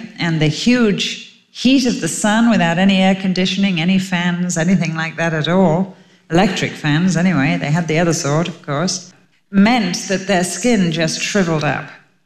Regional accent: England, United Kingdom; Maybe I'm the only one that makes rice puddings, being English, but I always load it with cinnamon.

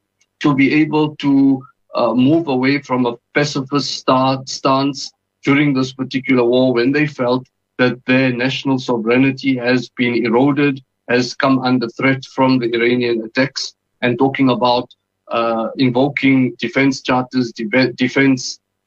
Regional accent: South Africa; Al-Aqsa is felt as dearly as it is to me in South Africa, as a South African Muslim

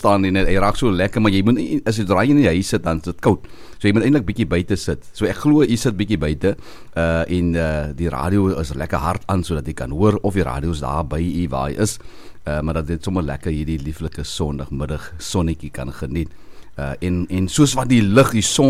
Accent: Mossel Bay, Western Cape, South Africa; born there; En dan ons mense daar in Mosselbaai, ons sal sê die homies, almal in my geboortedorp Mosselbaai

